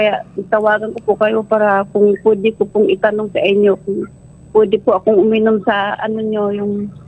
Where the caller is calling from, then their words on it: Alaminos, Ilocos Region, Philippines; Taga Alaminos po.